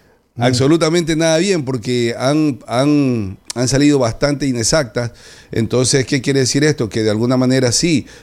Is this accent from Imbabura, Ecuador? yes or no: no; Manabí, Ecuador; nosotros los manabas